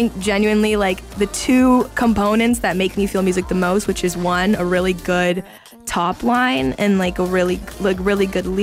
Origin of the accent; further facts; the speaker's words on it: Wichita, Kansas, United States; growing up in Wichita.